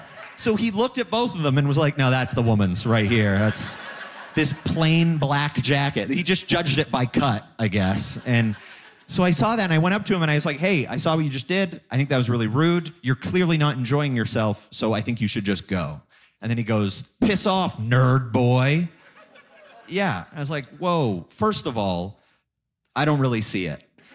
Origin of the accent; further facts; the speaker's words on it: Hamilton, Ontario, Canada; moved away; I'm from Hamilton originally